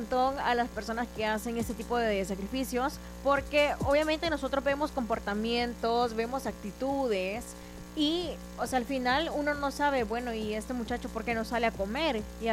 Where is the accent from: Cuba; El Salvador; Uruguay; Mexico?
El Salvador; yo sé que a muchos de nosotros como salvadoreños y tanto afuera de las fronteras nos ha tocado en algún punto hacer sacrificios